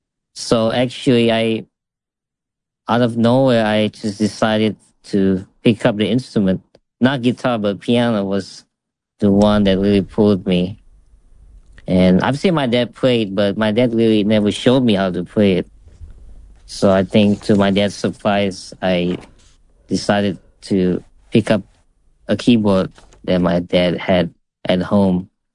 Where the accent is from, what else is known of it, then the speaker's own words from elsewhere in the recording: Bali, Indonesia; even growing up in Bali, where it's not, you know, a place where they do jazz